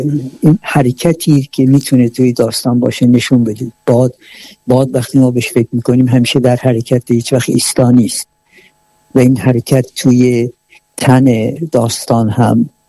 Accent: south, Iran; من خودم جنوبی هستم و همچنان دوست داشتم که از جنوب، از شهرم، زادگاهم، منطقم حرف بزنم

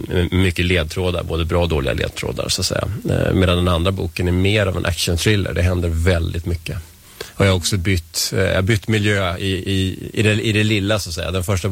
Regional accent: Vällingby, Stockholm County, Sweden; also born or lived in Strängnäs; now in Nacka, Sweden; Jag kommer ju inte härifrån. Jag kommer från Vällingby från början. Och sen har jag bott i stan och jag har bott i Strängnäs då, som sagt. Men vi flyttade hit 2007

